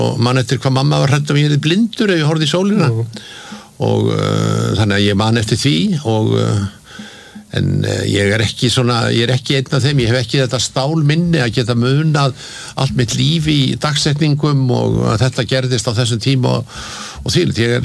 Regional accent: Reykjavík, Capital Region, Iceland; Já, ég sko alveg upp í Laugarneskverfinu og, og og hérna bjóð þar þegar ég var ungur maður

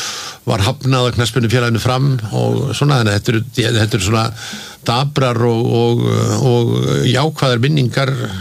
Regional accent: Reykjavík, Capital Region, Iceland; Já, ég sko alveg upp í Laugarneskverfinu og, og, og hérna bjóð þar þegar ég var ungur maður

